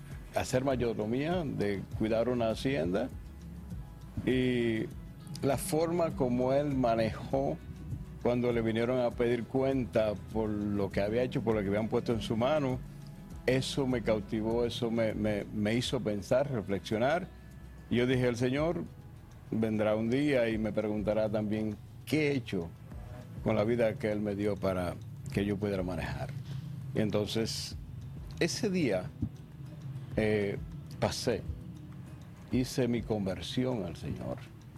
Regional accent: Baní, Peravia, Dominican Republic; born there; Bueno, nací aquí en Baní.

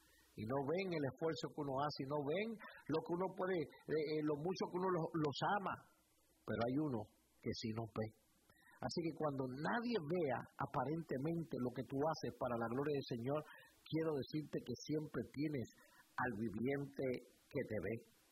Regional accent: Texas, United States; Mire, yo vengo de Texas

